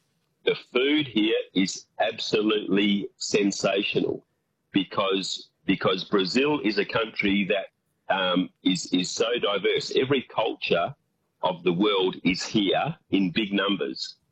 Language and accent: English; Western Australia, Australia; I know, I'm a farmer from Western Australia.